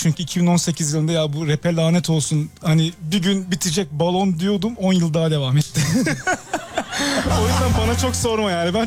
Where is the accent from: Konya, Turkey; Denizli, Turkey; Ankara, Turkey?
Ankara, Turkey; moved away as an adult; now in Bodrum, Turkey; Ankara doğma büyüme, Ankaralıyım normalde. Yaklaşık 5 yıldır buradayım işte.